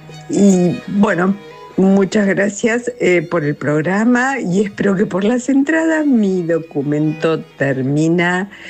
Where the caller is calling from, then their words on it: Buenos Aires, Argentina; de Colegiales.